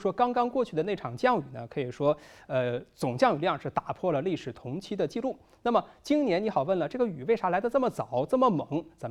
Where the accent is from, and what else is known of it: Dalian, Liaoning, China